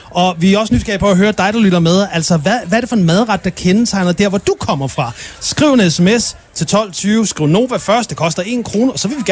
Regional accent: Næstved, Zealand, Denmark; born there; moved away; der, hvor jeg kommer fra her omkring Næstved

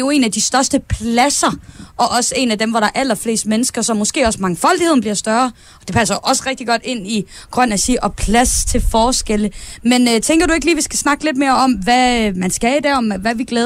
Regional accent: Aarhus, Central Denmark Region, Denmark; Og jeg sagde jo lidt før, at jeg var jo fra Aarhus.

